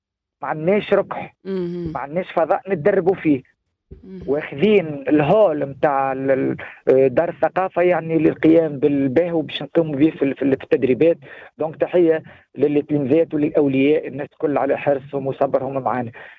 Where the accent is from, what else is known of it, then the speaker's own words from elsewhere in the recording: Mezzouna, Sidi Bouzid, Tunisia; also born or lived in Metlaoui; وحاليا في مدينة المزونة مدينة الأم مسقط رأسي